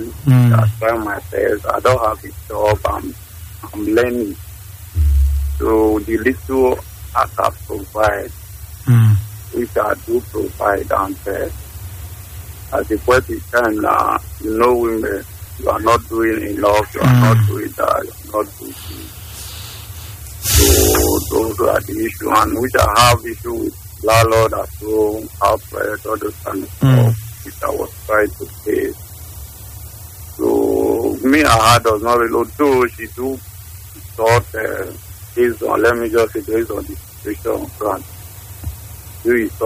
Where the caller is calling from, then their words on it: Nigeria; I'm calling from Pipeline.